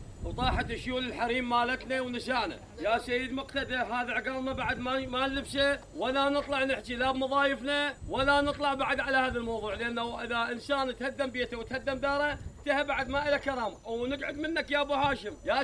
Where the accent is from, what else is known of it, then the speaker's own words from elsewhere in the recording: Basra Governorate, Iraq; born there; انا عراقي ولي حقوق بيها، اللي نفط بالدوله لانه انا انولدت بمحافظه البصره